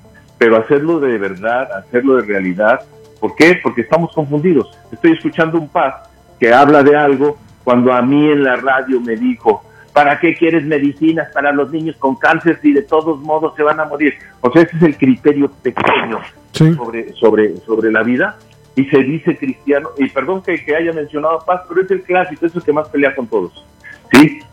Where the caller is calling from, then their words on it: Denver, Colorado, United States; Estoy aquí en Denver.